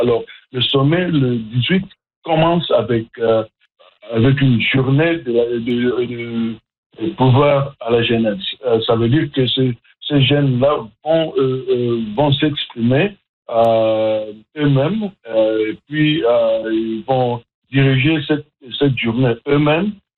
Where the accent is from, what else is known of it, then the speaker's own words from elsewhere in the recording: Atlantic Canada, Canada; comme vous le savez, moi, je suis de l'Atlantique.